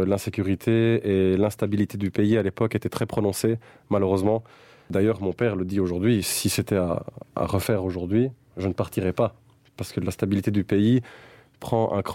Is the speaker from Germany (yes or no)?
no; Belgium; moved away as an adult; also born or lived in Tirana, Albania; now in Luxembourg; même si je suis albanais, je suis belge aussi. Parce que j'ai grandi en Belgique